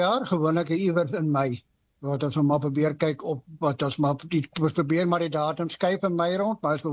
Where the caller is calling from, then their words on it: Zastron, Free State, South Africa; ek is van Zatron in die Suid-Vrystaat, op die voet van die Aalgroeberg, so 200 km suid van Bloemfontein.